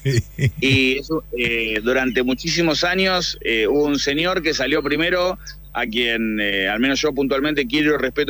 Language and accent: Spanish; Buenos Aires Province, Argentina; yo soy de conurbano bonaerense, pero entiendo que a los ojos de la gente de las provincias soy un porteño de mierda